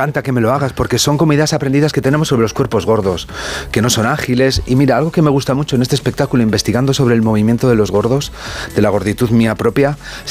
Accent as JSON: {"language": "Spanish", "town": "Valladolid", "region": "Castile and León", "country": "Spain", "said": "yo soy castellano, de Valladolid."}